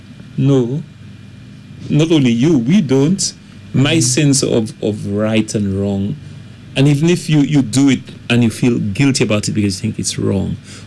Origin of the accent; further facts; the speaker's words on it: Gros Islet, St. Lucia; growing up in Groseley as a boy